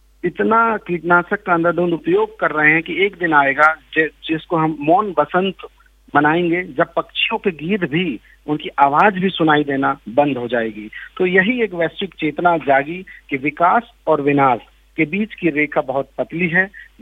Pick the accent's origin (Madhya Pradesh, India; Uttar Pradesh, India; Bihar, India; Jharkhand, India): Madhya Pradesh, India; Niwari; now in Amarkantak, India; मूलतः मैं मध्य प्रदेश मंडला के छोटे से गांव निवारी का रहने वाला हूं। बचपन से ही गांव की मिट्टी, जंगल और नर्मदा की धाराएं मेरे जीवन के सच्चे शिक्षक रहे हैं।